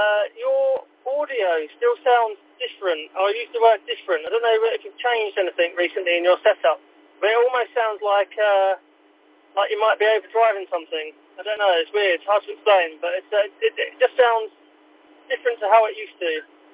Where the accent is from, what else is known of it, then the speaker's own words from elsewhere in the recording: Borehamwood, East of England, United Kingdom; moved away; My parents live in Boreham Wood, my hometown where I grew up. It's not too far, it's about an hour's drive normally.